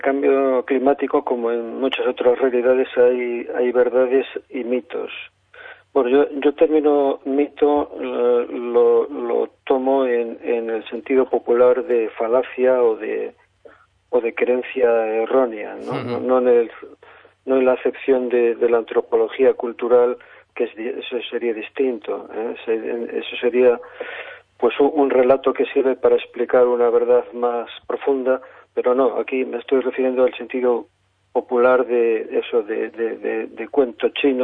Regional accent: León, Castile and León, Spain; soy de León capital. Llevo aquí viviendo prácticamente toda mi vida.

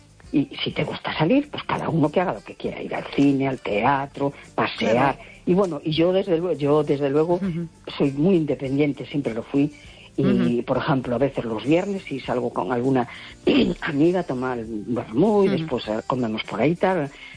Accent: A Coruña, Galicia, Spain; Hola, buenas noches. … de La Coruña.

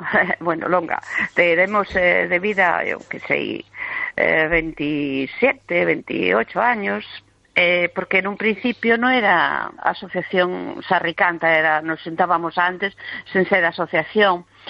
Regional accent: Madrid, Community of Madrid, Spain; Galician is a second language; now in Galicia, Spain

